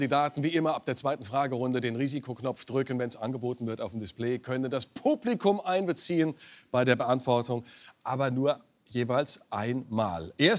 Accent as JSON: {"language": "German", "town": "Offenbach", "region": "Hesse", "country": "Germany", "said": "Und ich komme aus Offenbach."}